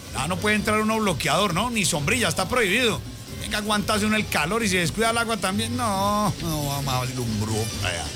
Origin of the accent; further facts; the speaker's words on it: Colombia; Debo reconocer, no me la puse porque soy colombiano, pero tengo en el corazón a Cristiano López.